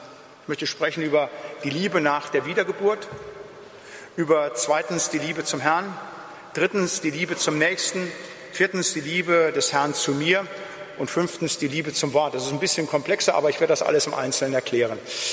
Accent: Bad Laasphe, North Rhine-Westphalia, Germany; Ich weiß noch, wir hatten damals eine Evangelisation bei uns in Bad Laase mit Wolfgang Vorländer.

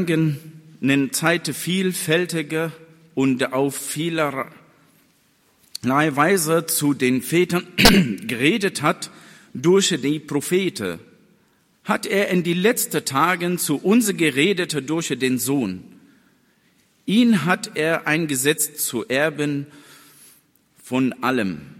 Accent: Egypt; German is a second language; Bei uns in Ägypten, wir haben solche Feiern nicht. Wir feiern nicht als Gemeinde oder in die Kirche.

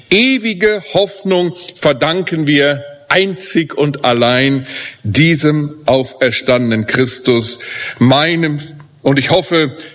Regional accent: Germany; Und als Deutscher schäme ich mich auch ein wenig.

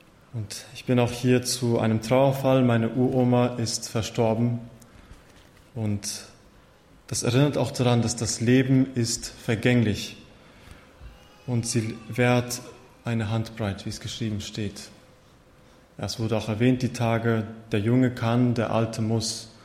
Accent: Canada; Ich komme aus Kanada, aus der Gemeinde Richer, die evangelische lutherische Brüdergemeinde Richer.

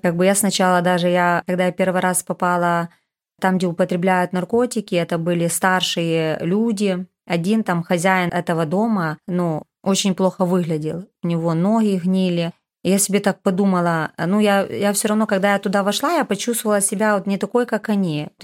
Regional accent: Rivne, Rivne Oblast, Ukraine; я из Ровно. Мне 50 лет скоро будет.

